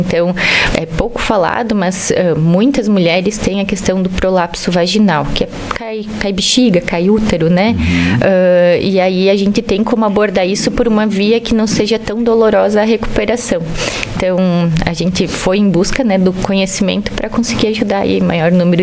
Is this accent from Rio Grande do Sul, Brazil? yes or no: yes; Marcelino Ramos, Rio Grande do Sul, Brazil; also born or lived in Joaçaba / Porto Alegre / Belo Horizonte; now in Videira, Brazil; eu sou natural de Marcelino Ramos, uma cidadezinha turística no Rio Grande do Sul.